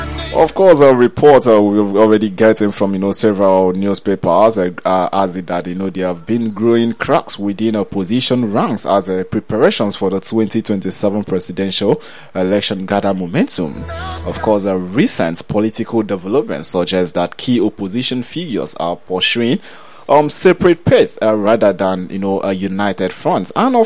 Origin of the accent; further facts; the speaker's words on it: Nigeria; And as a Nigerian today, you get to ask yourself questions like, you know, which of these, you know, has been made affordable for, you know, an average Nigerian?